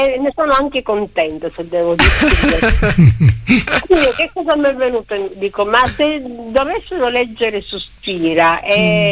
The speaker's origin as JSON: {"language": "Italian", "region": "Sicily", "country": "Italy", "said": "Io sono siciliana, vengo da una tradizione familiare molto"}